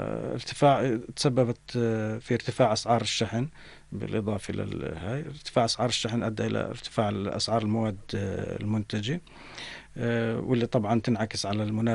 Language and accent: Arabic; Jordan; عندنا في الأردن